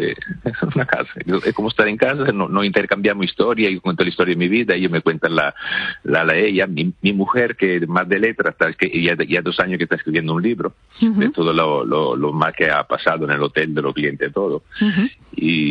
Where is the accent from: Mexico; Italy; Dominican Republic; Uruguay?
Italy; Spanish is a second language